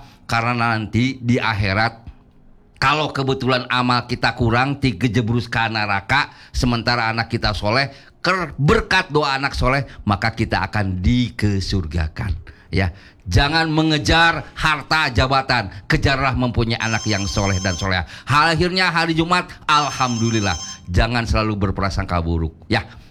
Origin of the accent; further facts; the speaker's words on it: Subang, West Java, Indonesia; also born or lived in Bandung; Dulu saya waktu SMP sekolah di Subang, Pak Kasmo, di Kecamatan Jalan Cagak, di SMP Jalan Cagak. Karena orang tua saya pada saat itu bekerja di perkebunan Ciater. Jadi perkebunan Ciater, sekolah SD-nya di Ciater di Subang, SMP-nya di Jalan Cagak Subang.